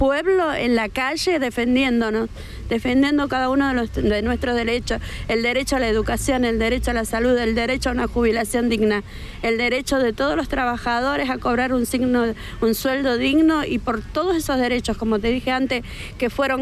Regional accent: Argentina; es algo que como argentinos, como ciudadanos de este país, no podemos dejar de mostrarlo a la sociedad.

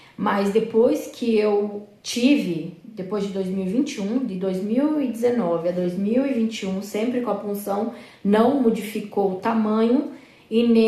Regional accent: Iguatemi, Mato Grosso do Sul, Brazil; Ah, e venho do Mato Grosso do Sul. Brasil, Mato Grosso do Sul. E Guatemi é uma pequena cidade que fica na fronteira do Paraguai e Argentina.

